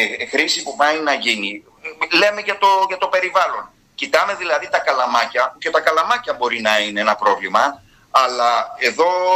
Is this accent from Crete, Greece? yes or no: no; Methana, Attica, Greece; moved away as an adult; also born or lived in Athens; άφησα την Αθήνα που ήμουνα από την ημέρα που έβγαλα το λύκειό μου, το ξέρει και ο κύριος Πασάς. Και ήμουνα στην Αθήνα για πόσα χρόνια, και στα 55 μου γύρισα στον τόπο μου